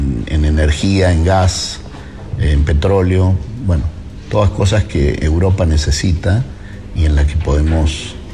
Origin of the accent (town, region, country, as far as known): Argentina